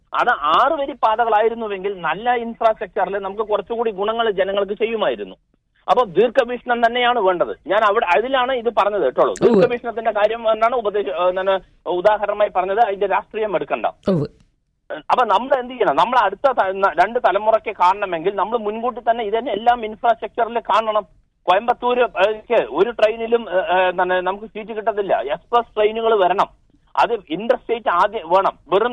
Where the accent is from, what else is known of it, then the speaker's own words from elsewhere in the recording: Palakkad, Kerala, India; now in Dubai, United Arab Emirates; ഞാൻ പാലക്കാട്ടുകാരനാണ്.